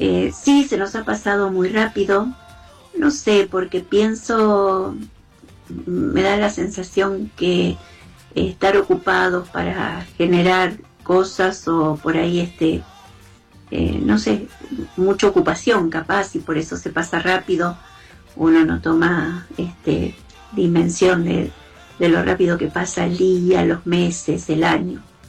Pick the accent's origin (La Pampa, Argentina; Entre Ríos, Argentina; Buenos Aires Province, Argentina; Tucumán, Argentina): Buenos Aires Province, Argentina; Saldungaray; born there; Los escucho desde Saldungaray, que es mi pueblo, sudoeste de la provincia de Buenos Aires, a 100 kilómetros de Bahía Blanca y a 9 kilómetros de Sierra de la Ventana.